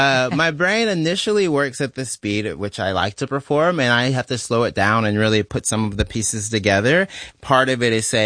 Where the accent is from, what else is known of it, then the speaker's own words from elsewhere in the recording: Canton, Mississippi, United States; I'm from Canton, Mississippi, where they filmed multiple scenes for Oh Brother, Where Art Thou?